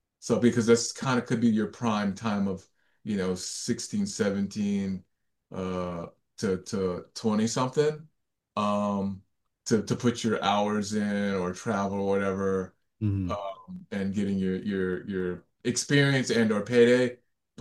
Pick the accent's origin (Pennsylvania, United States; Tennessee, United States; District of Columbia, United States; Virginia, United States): Virginia, United States; Virginia Beach; now in Hawaii, United States; that I grew up surfing with in Virginia Beach.